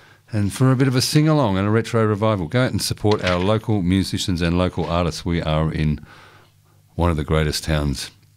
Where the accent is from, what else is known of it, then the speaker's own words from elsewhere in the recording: Woodend, Victoria, Australia; also born or lived in Stockholm / London / Florence; I came here from over west, and although I grew up in Woodend, I have never been happier. And I've lived in Stockholm, London, Florence.